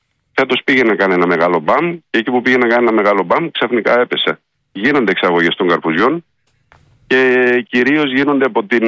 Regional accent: Neo Agioneri, Central Macedonia, Greece; Η γιορτή αυτή γίνεται στο χωριό μου, το Νέο Αγιονέρι Κιλικής, που βρίσκεται 30 χιλιόμετρα δυτικά της Θεσσαλονίκης. Είμαστε Καπαδόκες και είμαστε εδώ και 100 χρόνια φυτεύουμε καρπούζια.

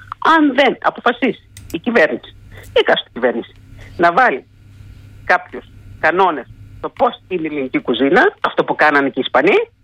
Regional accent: Macedonia, Greece; Άλλο εμείς εδώ στη Μακεδονία έχουμε

